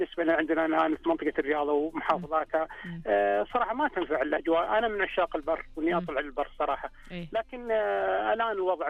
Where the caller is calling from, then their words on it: Al Quwayiyah, Riyadh Province, Saudi Arabia; أنا كلكم محافظة القوعية.